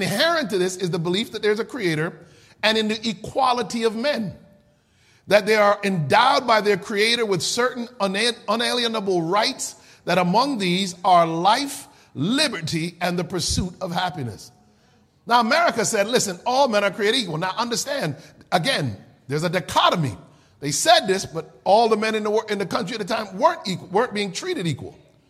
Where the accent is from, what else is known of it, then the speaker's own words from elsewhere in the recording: Connecticut, United States; and I was born and raised in the Constitution state, Connecticut.